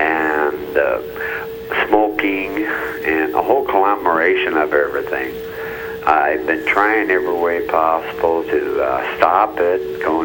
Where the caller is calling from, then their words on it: Pueblo, Colorado, United States; I'm from Pueblo, Colorado.